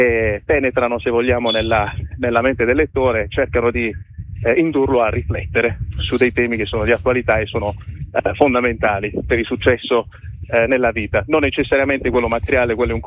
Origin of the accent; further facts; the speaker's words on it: Bari, Apulia, Italy; io sono barese come dicevo prima